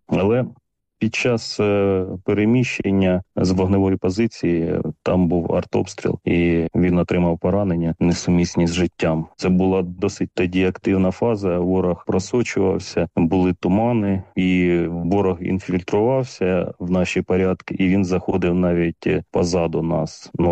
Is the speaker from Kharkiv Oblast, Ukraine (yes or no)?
yes; Kharkiv Oblast, Ukraine; ми з Куп'янського району, він теж під окупацію потрапив.